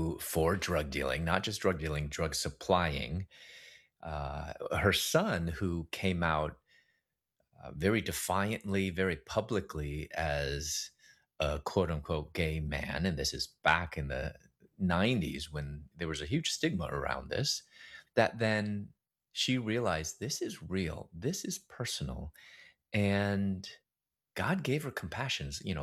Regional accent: United States; Being Chinese American

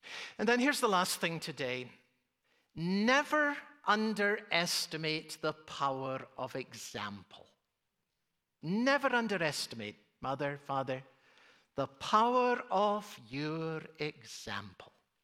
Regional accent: Edinburgh, Scotland, United Kingdom; born or raised there

